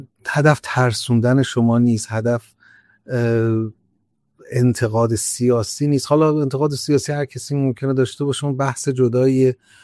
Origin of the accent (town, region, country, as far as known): Iran